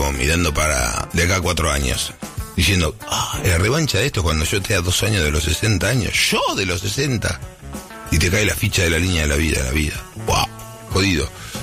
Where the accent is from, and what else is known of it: Argentina